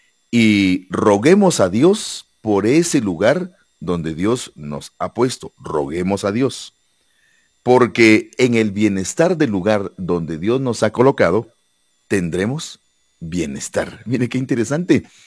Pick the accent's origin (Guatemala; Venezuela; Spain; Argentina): Guatemala; que nuestra Guatemala sea mucho mejor.